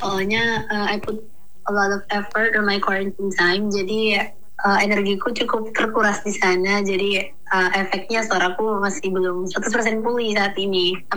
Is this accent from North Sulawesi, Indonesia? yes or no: no; Ende, East Nusa Tenggara, Indonesia; selama aku tinggal di ND dari kecil sampai aku besar.